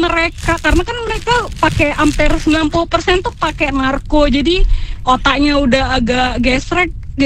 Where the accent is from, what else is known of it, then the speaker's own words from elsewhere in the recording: Medan, North Sumatra, Indonesia; Jadi kan saya kan ini dari Medan. Jadi di Medan tuh ada satu lokasi yang agak zona merah. Saya tinggal di situ.